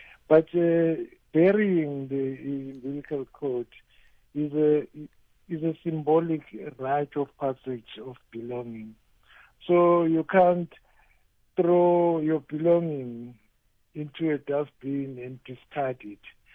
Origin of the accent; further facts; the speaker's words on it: Ingwavuma, KwaZulu-Natal, South Africa; born there; I was born in Ingwavuma. That's my attachment to the area of Ingwavuma because that's where my umbilical cord is.